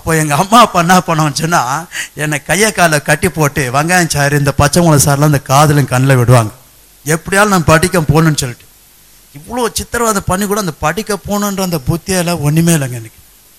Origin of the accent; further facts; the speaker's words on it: Chintadripet, Tamil Nadu, India; சிந்தாதிரிப்பட்டு என்ற ஊர்ல தான் நான் பிறந்து வளர்ந்தேன். சிந்தாதிரிப்பட்ட ஊர்னு சொன்னா ரொம்ப பேருக்கு தெரியும், அது ரொம்ப நல்ல ஊருங்கன்னு சொல்லி.